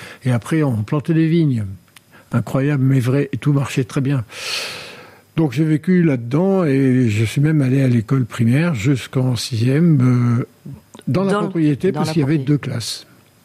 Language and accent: French; Provence-Alpes-Côte d'Azur, France; Bon, pour des tas de raisons, je me suis retrouvé pensionnaire à Aix-en-Provence. Donc là, j'ai quitté la Camargue, j'ai découvert...